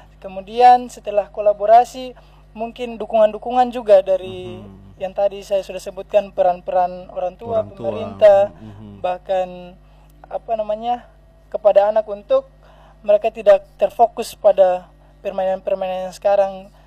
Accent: Maluku, Indonesia; kalau kita lihat permainan tradisional ini bukan semata permainan, tapi ini sebenarnya identitas kita sebagai warga Maluku.

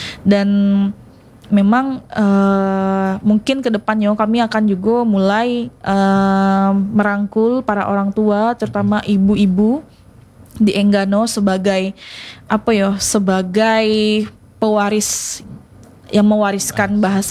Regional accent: Bengkulu, Indonesia; born there; Orang tua saya itu, ibu saya Sunda, bapak saya Jawa. Saya lahir di Bengkulu, tapi saya tidak bisa bahasa Rejang, tidak bisa bahasa Serawai, tidak bisa bahasa Lembak.

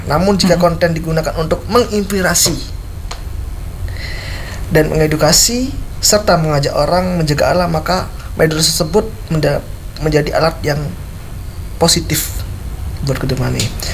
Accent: Jember, East Java, Indonesia; Saya dari Bali, tapi enggak, saya dari Jember, asli Jember, Mbak.

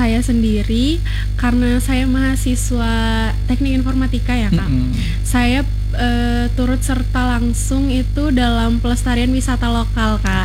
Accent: Palangka Raya, Central Kalimantan, Indonesia; namun saya merupakan anak dari suku Dayak Kalimantan Selatan. Namun saya lahir dan besar di Kota Palangkaraya.

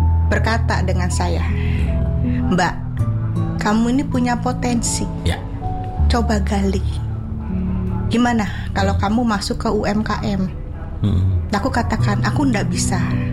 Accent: Cirebon, West Java, Indonesia; born there; also born or lived in Jakarta; 2020 saya comeback di kota kelahiran saya.

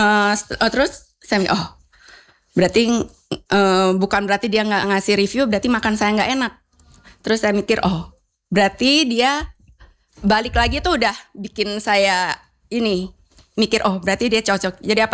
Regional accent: Bali, Indonesia; also born or lived in Surabaya; now in Kupang, Indonesia; saya kan orang Bali

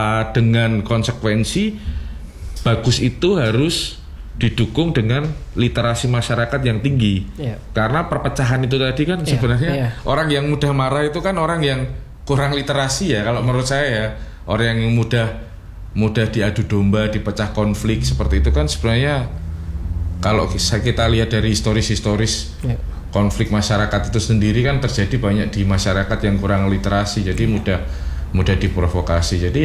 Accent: Java, Indonesia; di kami orang Jawa sendiri

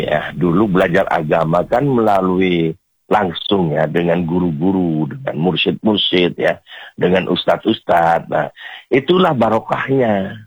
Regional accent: Madura, East Java, Indonesia; Kalau di daerah saya Madura itu langgar banyak ya.

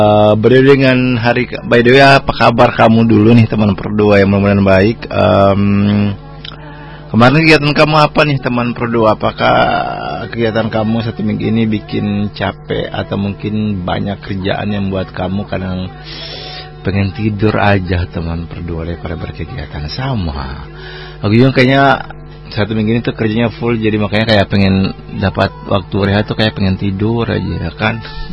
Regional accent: Maluku, Indonesia; Aku sebagai anak Seram bangga menjadi orang Seram.

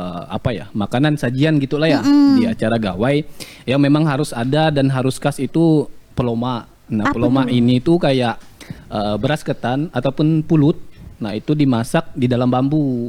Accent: Sanggau, West Kalimantan, Indonesia; kalau di ompuk kami, di kampung kami bah, terutama kayak Dayak Bekidoh, Dayak Kodan, itu kan terdiri dari kayak beberapa desa dusun kan, kalau di Sanggau ini.

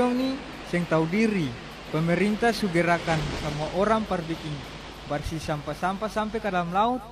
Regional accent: Ambon, Maluku, Indonesia; Nah, katung sebagai orang Ambon, mesti jaga dengan baik-baik.

